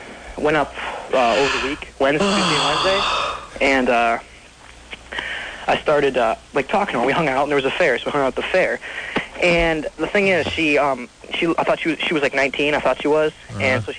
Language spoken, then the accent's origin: English; Detroit, Michigan, United States; I'm originally from Detroit, but I had a cottage.